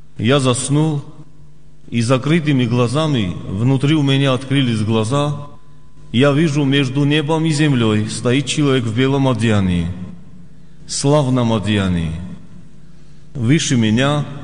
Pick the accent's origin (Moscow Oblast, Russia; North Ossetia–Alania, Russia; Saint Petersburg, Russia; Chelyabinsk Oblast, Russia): North Ossetia–Alania, Russia; moved away; also born or lived in Georgia; Я из Северной Осетии, жил в Грузии.